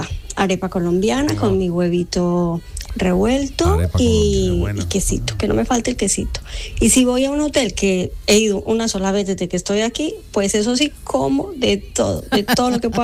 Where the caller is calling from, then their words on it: Mijas, Andalusia, Spain; de Mijas.